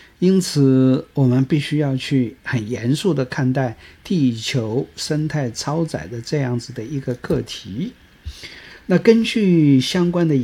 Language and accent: Chinese; Taiwan; 我们台湾人现在的生活方式